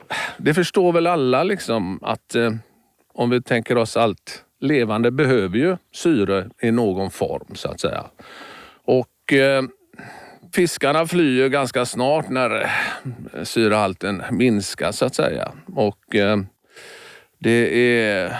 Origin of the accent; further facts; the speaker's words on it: Västra Götaland County, Sweden; Fjordar har vi i Bohuslän där jag växte upp.